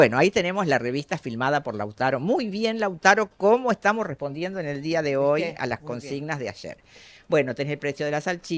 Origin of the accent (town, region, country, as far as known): Argentina